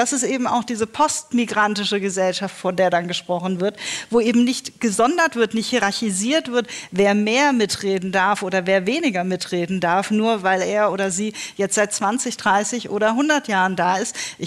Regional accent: Frankfurt am Main, Hesse, Germany; also ich komme aus Frankfurt am Main. Das ist eine Stadt, die ist seit 2014, glaube ich, Majority-Minority-City, so nennt man das.

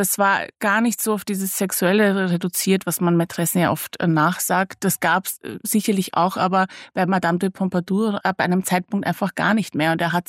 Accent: Bosnia & Herzegovina; meine Eltern immer versucht haben, mir meine Heimat so durch Geschichte näher zu bringen. Nicht nur durch Kriege, sondern eben auch Geschichte, die noch viel älter ist, bosnisches Mittelalter, Könige und Königinnen

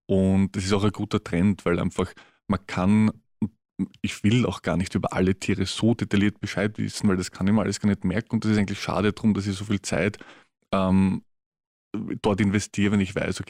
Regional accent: Loreto, Burgenland, Austria; also born or lived in Mödling / Gumpoldskirchen; Genau, also wir sind geboren eigentlich in Mödling, dann mit Umzug zuerst Gumpoldskirchen, dann nach, also das Haus steht irgendwo in Loreto, gehört aber eigentlich zu Leiterbrodersdorf.

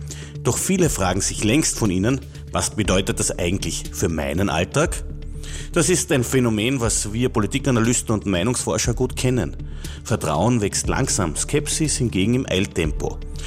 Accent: Krumpendorf, Carinthia, Austria; ich komme ursprünglich aus Krumpendorf

